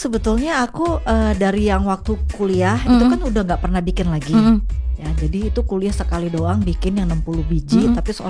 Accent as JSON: {"language": "Indonesian", "town": "Manado", "region": "North Sulawesi", "country": "Indonesia", "moved": "yes", "lives_now": "Jakarta, Indonesia", "said": "Aku sebetulnya asli Manado"}